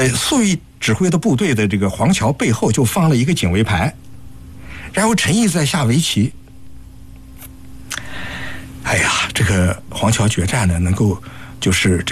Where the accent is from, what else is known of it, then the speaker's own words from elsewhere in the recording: Jiangsu, China; 这个我一说这个我们江苏人都知道。